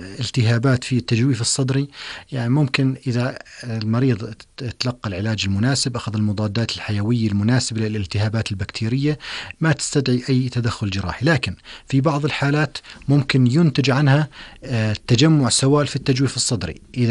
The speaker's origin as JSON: {"language": "Arabic", "country": "Jordan", "said": "يعني ما في جراح صدر، وخصوصا عندنا بالأردن"}